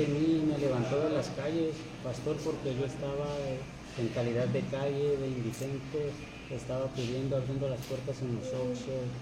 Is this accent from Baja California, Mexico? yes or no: no; Tabasco, Mexico; relativamente están muy cerca de aquí, yo no conozco, pues yo vengo de Tabasco.